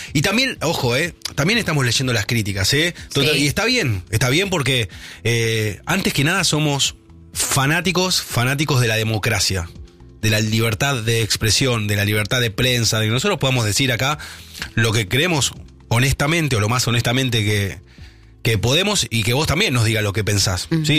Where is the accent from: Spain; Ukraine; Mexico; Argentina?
Argentina; Buenos Aires; born there; now in western Greater Buenos Aires, Argentina; Yo soy nacido allá, en el barrio de Barracas.